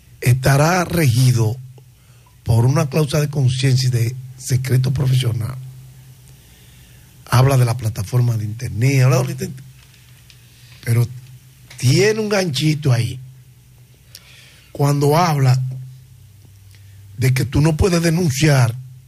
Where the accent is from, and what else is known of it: Dominican Republic